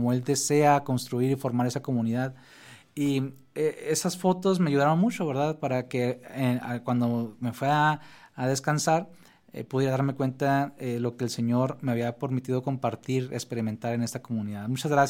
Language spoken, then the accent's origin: Spanish; Ciudad Juárez, Chihuahua, Mexico; No, somos de aquí de Ciudad Juárez, mis papás son de Querétaro, ¿verdad? Ellos son oriundos de Querétaro, ya llegan por acá, y acá nos tienen a … a mí, ¿verdad? Por eso no somos de Culiacán, ni de que la somos de acá de Juaritos.